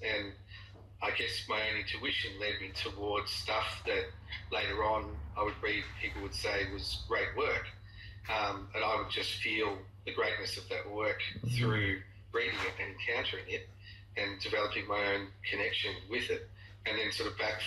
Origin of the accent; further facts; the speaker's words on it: Victoria, Australia; I grew up in the south of Australia in Victoria, so in the southeast, and I grew up in the country, so around the mountain ranges in Western Victoria.